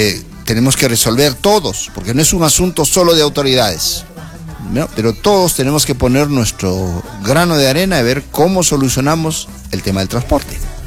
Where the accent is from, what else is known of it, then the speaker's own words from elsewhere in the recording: Arequipa, Peru; Esos son los desafíos que tenemos como arequipeños y arequipeñas y todos quienes vivimos en esta querida tierra.